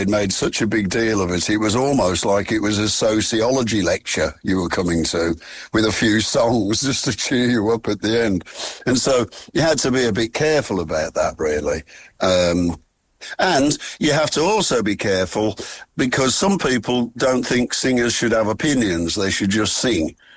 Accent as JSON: {"language": "English", "region": "Midlands", "country": "United Kingdom", "tie": "born or raised there"}